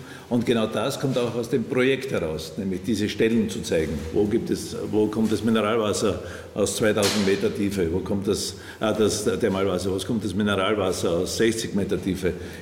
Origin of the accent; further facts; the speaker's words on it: Styria, Austria; die Menschen in etwa gleich sind, normalerweise sind wir alle Steirer